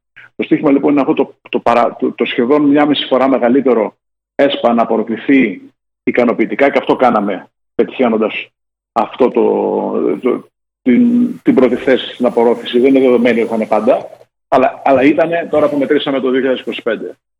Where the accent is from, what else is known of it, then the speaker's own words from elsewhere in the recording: Peloponnese, Greece; εδώ στην πατρίδα μου την Αρκαδία